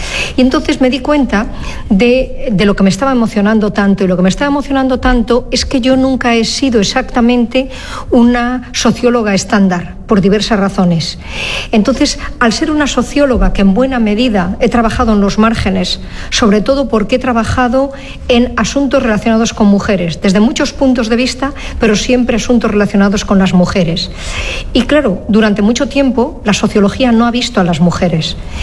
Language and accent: Spanish; El Bierzo, Castile and León, Spain; born there; now in Valencia, Spain; he nacido en León, en la provincia de León, en El Bierzo.